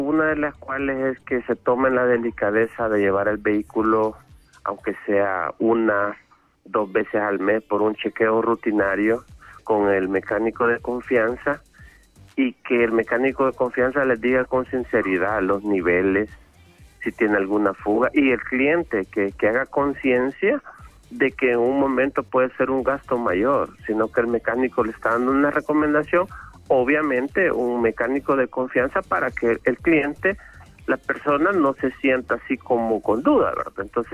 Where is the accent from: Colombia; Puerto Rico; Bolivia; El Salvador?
El Salvador